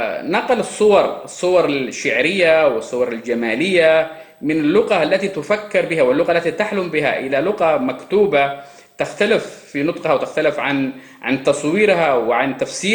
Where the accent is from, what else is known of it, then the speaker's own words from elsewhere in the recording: Dhofar, Oman; first language Shehri (Jibbali); Arabic is a second language; أنا كمتحدث لهذه اللغة، اللغة الشحرية، أنا تعلمت اللغة العربية في المدرسة لما كان عمري 6 سنوات، وأمي ووالدي لا يتحدثون العربية،